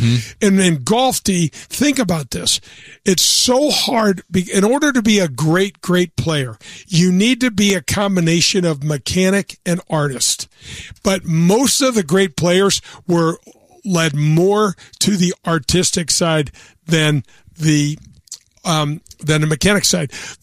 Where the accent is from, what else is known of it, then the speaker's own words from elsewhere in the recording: Midwest, United States; I grew up in here in the Midwest